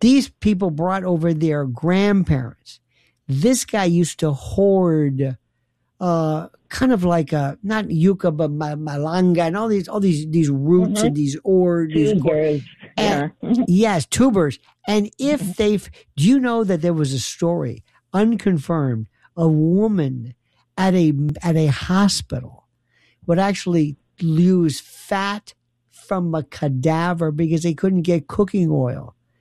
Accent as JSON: {"language": "English", "town": "Tampa", "region": "Florida", "country": "United States", "tie": "born or raised there", "said": "I was born in Tampa, and we have a huge Cuban population"}